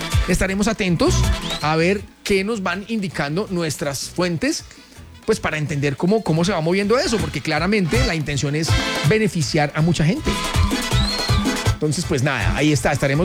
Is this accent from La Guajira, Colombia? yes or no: no; Ibagué, Tolima, Colombia; now in Armenia, Colombia; Yo soy de Ibagué